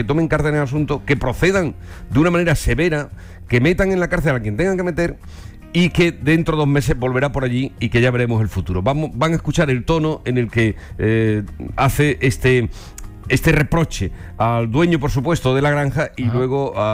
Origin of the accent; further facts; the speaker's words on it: Andalusia, Spain; allí por mi tierra, en Los Pedroches.